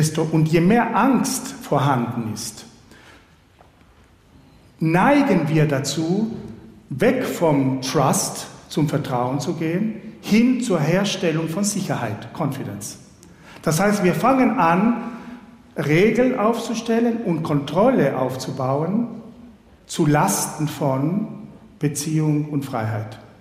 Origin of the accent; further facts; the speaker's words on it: Argentina; now in Switzerland; In Argentinien, von wo ich herkomme, ist das leider nicht so.